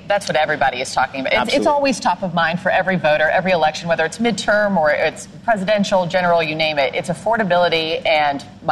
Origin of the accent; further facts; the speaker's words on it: Dallas, Texas, United States; I grew up in Dallas. My family is still here in Dallas and in Texas.